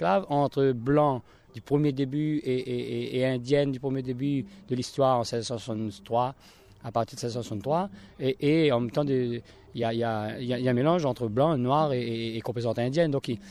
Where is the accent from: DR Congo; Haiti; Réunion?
Réunion; Ou alors, on est réunionnais, nourri de tous ces apports-là. Et moi, mes sens sont en éveil depuis petit avec les tambours malbar qui accompagnent les cérémonies rituelles tamoul malbar